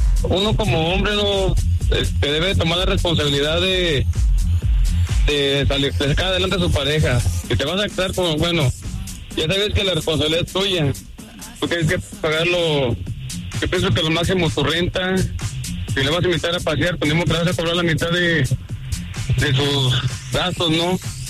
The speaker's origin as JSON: {"language": "Spanish", "region": "Michoacán", "country": "Mexico", "said": "O de Michoacán."}